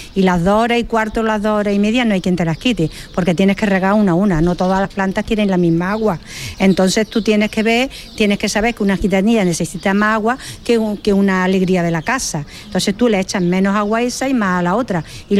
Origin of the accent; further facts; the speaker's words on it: Córdoba, Andalusia, Spain; mi calle está un poco apartada. Nosotros somos del Alcázar Viejo, que todo el mundo lo conoce por San Basilio